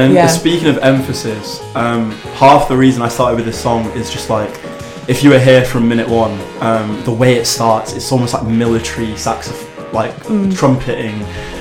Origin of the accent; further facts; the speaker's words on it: Nigeria; I am Nigerian.